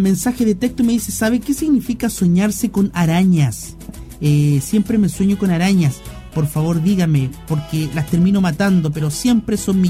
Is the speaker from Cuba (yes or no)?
no; Chile; Por favor, no me confunda con alguien que venga de afuera. Yo soy chileno.